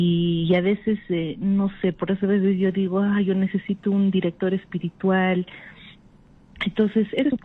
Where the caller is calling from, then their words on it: Ayacucho, Peru; ¿Qué tal, padre? … de Ayacucho.